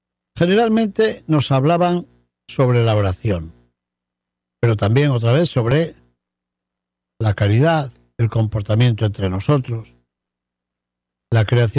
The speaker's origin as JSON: {"language": "Spanish", "town": "Palazuelo de Órbigo", "region": "Castile and León", "country": "Spain", "tie": "born or raised there", "said": "Cuando yo era chiquillo, en el pueblo donde me crié, en Palazuelo de Órbigo, nunca se habló de un retiro, ni sabía lo que era."}